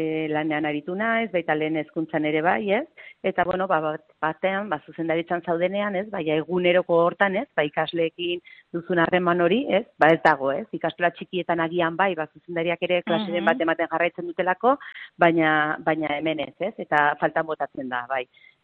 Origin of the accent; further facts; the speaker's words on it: Bergara, Basque Country, Spain; born there; also born or lived in Sakana; now in Lakuntza, Spain; Ni berez jaiotzez bergararen naiz, baina Malixarrengokoa, eta, bueno, pues, denbora asko eta asko pasatugu sakanan, eta hori, orain lakuntzan